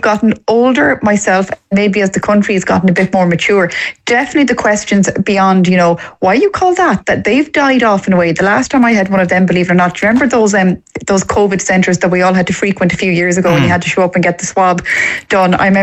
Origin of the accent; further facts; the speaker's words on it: Gaeltacht, Ireland; And in fairness, because I'm from the Gaeltacht, my name is, and most people who say it, they do anglicise it